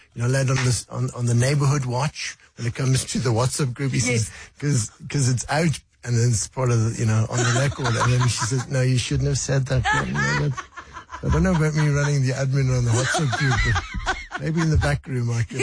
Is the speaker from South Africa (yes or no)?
yes; South Africa; So South Africa is home, it's home for me and my family, and it's been very good to me, and I'm absolutely a South African bear, so I love South Africa.